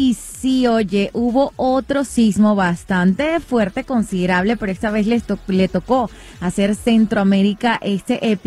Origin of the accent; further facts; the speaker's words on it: Venezuela; moved away; yo soy de Venezuela